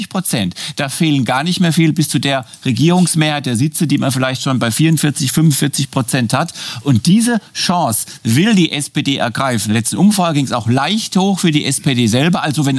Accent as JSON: {"language": "German", "country": "Germany", "said": "Und ich als Deutscher, wie viele andere Deutsche auch"}